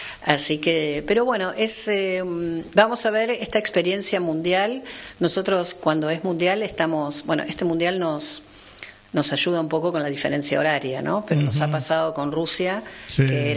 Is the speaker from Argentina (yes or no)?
yes; Avellaneda, Buenos Aires Province, Argentina; moved away as an adult; now in Martínez, Argentina; Nos fuimos a vivir a Avellaneda. Y ahí estuve, bueno, toda mi niñez, mi adolescencia.